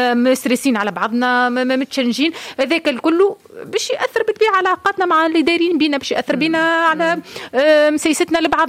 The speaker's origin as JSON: {"language": "Arabic", "country": "Tunisia", "said": "اسمع احنا تونسي راه ما عندوش الايماجيناسيون والخلايا"}